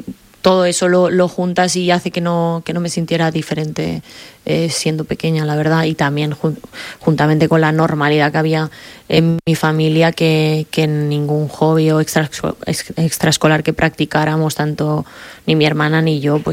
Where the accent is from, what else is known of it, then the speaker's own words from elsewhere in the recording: Mollet del Vallès, Catalonia, Spain; Me hicieron una en la radio de Mollet, de mi pueblo, cuando empezaba justamente a jugar en el Sabadell.